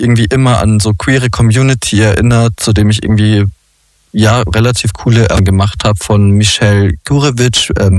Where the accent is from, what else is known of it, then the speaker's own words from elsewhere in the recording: Bavaria, Germany; now in Austria; Als Bayer ist man eh fast auch Österreicher.